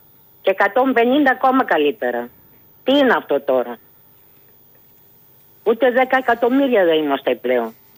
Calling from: Thessaloniki, Central Macedonia, Greece; Εγώ κατάγομαι από τη Θεσσαλονίκη, από τη Βόρεια Ελλάδα.

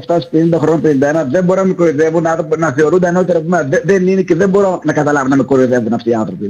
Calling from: Almyros, Thessaly, Greece; από τον Βόλο που είμαι εγώ από τον Αλμυρό

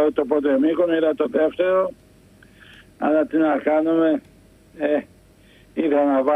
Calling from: Nea Ionia, Attica, Greece; από Νέα Ιωνία.

